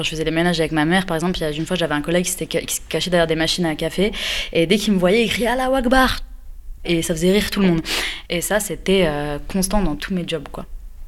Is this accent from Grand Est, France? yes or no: yes; Metz, Grand Est, France; now in Créteil, France; J'ai grandi à Metz, donc je viens de la Lorraine, du 57, et aujourd'hui j'habite à Créteil dans le 94.